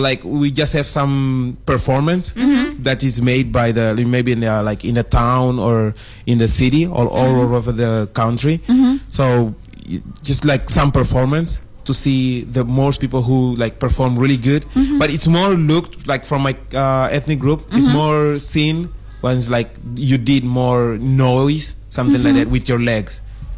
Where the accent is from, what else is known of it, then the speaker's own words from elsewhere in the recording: Guinea-Bissau; I'm from Balanta.